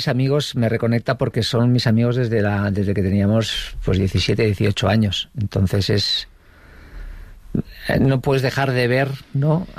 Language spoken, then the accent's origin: Spanish; Basque Country, Spain; me paso con el coche por la casa donde, pues donde yo nací. No nací en la casa, entiéndeme, pero donde viví toda mi infancia. Uh-huh. Hasta que me marché de casa, que estaba en un barrio obrero, en Zaramaga.